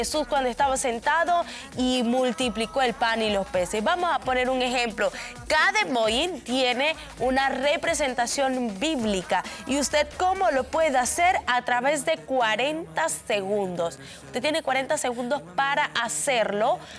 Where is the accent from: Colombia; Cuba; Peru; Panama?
Panama; identificarme como panameña.